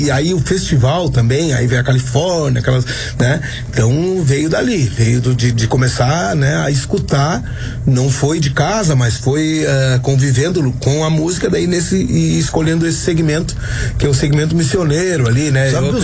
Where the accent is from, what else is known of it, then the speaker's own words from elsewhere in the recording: Sapiranga, Rio Grande do Sul, Brazil; Sou natural de Sapiranga.